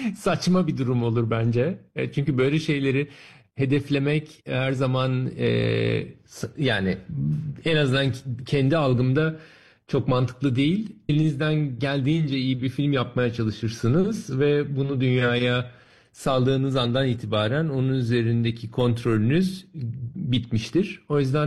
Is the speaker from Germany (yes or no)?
yes; Berlin, Germany; Ailemle beraber Berlin'de işte doğup büyüdüğüm şehirde